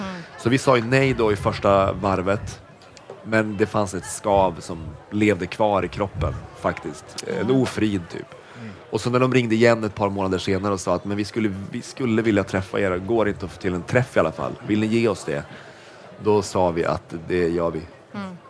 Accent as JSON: {"language": "Swedish", "region": "Norrland", "country": "Sweden", "tie": "born or raised there", "also_born_or_lived": "Småland", "moved": "as an adult", "lives_now": "Stockholm, Sweden", "said": "Jag är från Norrland egentligen. Mm. Så jag är uppvuxen i norra Sverige."}